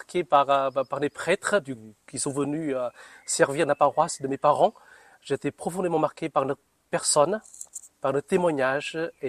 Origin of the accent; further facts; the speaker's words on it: Northern Vietnam, Vietnam; moved away as an adult; now in France; je viens du Vietnam, du nord du Vietnam, il y a presque 20 ans.